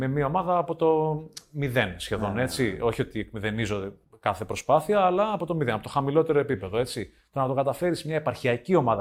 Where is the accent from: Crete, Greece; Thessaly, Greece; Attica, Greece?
Crete, Greece; Rethymno; από μικρός όταν ξεκίνησα, ήξερα ότι κάποια στιγμή θέλω να επιστρέψω στο Ρέθυμνο και να προσφέρω στον τόπο μου, προπονητικά.